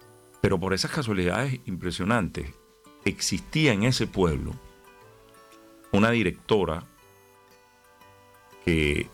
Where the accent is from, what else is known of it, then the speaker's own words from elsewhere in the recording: Caracas, Capital District, Venezuela; moved away as an adult; now in Purranque, Chile; Yo, como muchos venezolanos, me vi obligado a salir de mi país